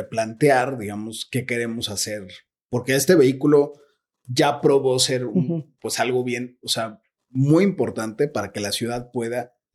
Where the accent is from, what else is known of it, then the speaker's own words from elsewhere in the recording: Mexico; somos así los mexicanos